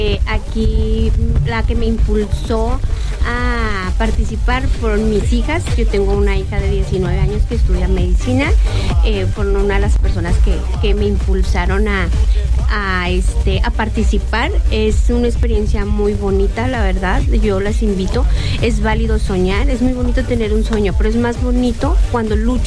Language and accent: Spanish; Guadalupe y Calvo, Chihuahua, Mexico; now in Meoqui, Mexico; No, yo soy de Guadalupe y Calvo.